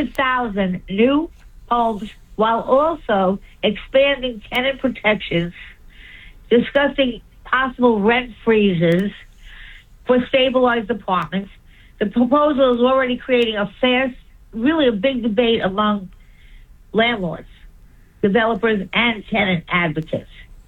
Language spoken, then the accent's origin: English; Long Island, New York, United States; because I grew up on Long Island. And if you don't have a car, you're dead.